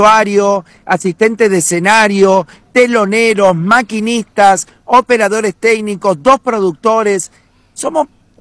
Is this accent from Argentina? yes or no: yes; Entre Ríos, Argentina; now in Termas de Río Hondo, Argentina; tengo el domicilio en Termas porque me siento un santiagueño siendo de Entre Ríos. Soy de la provincia de Entre Ríos, pero adopté esta ciudad como mía.